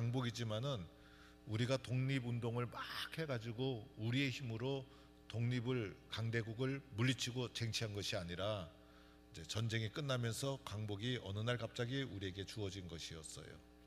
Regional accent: South Korea

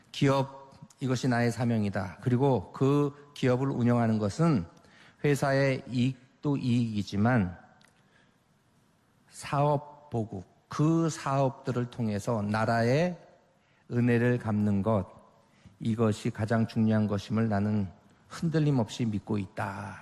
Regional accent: South Korea; 우리 그리스도인들은 하나님께서 우리 가운데 대한민국에서 태어나게 하셨고 대한민국 국민이 되게 하셨다는 그 하나님의 섭리를 믿음으로 고백하면서

